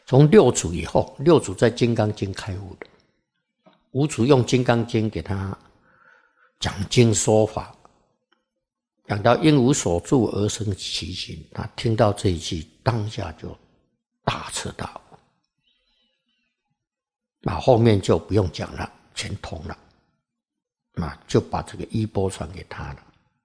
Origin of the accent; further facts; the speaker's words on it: China; 那么我们中国人可以说是大圣种性啊